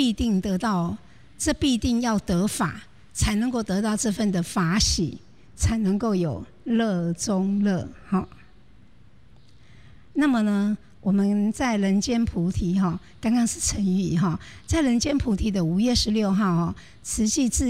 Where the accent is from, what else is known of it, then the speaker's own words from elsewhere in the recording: Taiwan; 所以上人很期待我们台湾永远都是一个充分的福田。